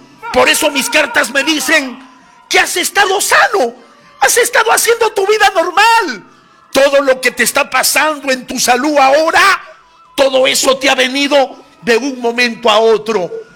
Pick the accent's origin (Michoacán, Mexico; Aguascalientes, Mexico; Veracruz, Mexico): Veracruz, Mexico; now in Tacna, Peru; pertenecemos a Veracruz, que es capital del curanderismo mexicano.